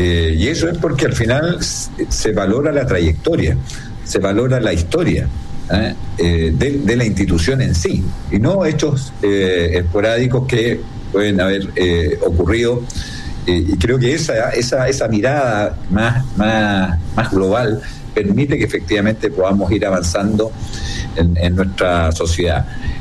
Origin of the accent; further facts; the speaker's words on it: Chile; now in Ñuble, Chile; Todos nos criamos viendo las imágenes en Plaza Italia, las diferentes celebraciones de nuestro país